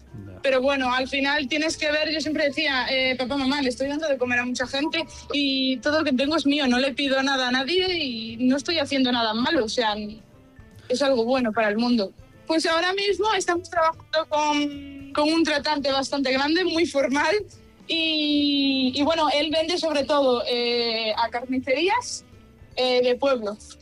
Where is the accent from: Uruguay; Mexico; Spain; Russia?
Spain; A Coruña, Galicia; somos del centrito de Galicia, de Melilla, Coruña.